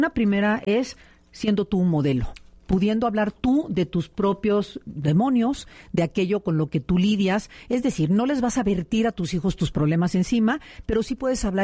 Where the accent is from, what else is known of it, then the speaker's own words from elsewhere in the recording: Veracruz, Mexico; moved away; also born or lived in Puebla; yo soy de Veracruz y mi salir al mundo fue ir de Veracruz a Puebla.